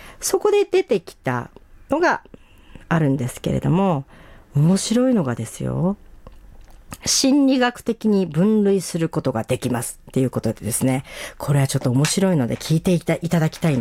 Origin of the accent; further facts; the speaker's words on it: Otaru, Hokkaido, Japan; born there; どこで生まれたかで、私はあの小樽って入れて、